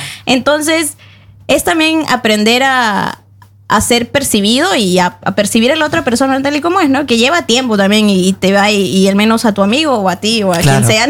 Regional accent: Peru; que yo también me abrumo como peruana

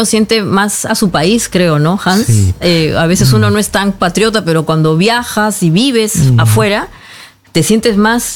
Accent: Peru; Bueno, en verdad, siempre es una oportunidad para poder esto acercarse a la tierra donde uno nació, ¿no?

